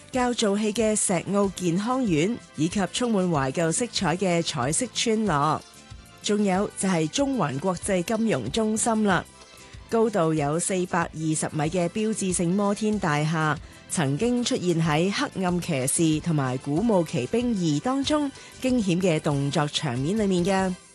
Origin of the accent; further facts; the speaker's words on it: Hong Kong; 而我哋作为香港人又点可以错过呢？